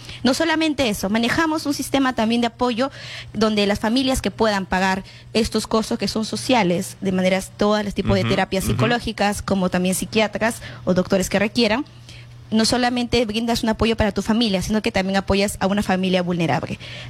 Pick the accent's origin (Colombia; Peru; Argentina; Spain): Peru